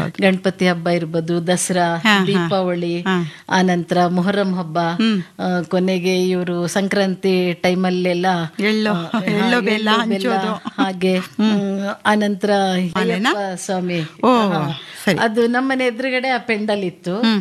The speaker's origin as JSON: {"language": "Kannada", "town": "Thirthahalli", "region": "Karnataka", "country": "India", "tie": "born or raised there", "moved": "yes", "said": "ನಮ್ಮ ಬಾಲ್ಯ ತಾವೇ ಹೇಳ್ದ ಹಾಗೆ ತೀರ್ಥಹಳ್ಳಿ. ತೀರ್ಥಹಳ್ಳಿ ಊರೇ ಒಂಥರ ಮಲೆನಾಡು"}